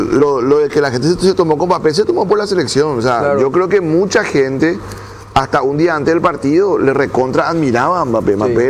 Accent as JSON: {"language": "Spanish", "country": "Paraguay", "said": "Somos demasiado paraguayos con el fútbol"}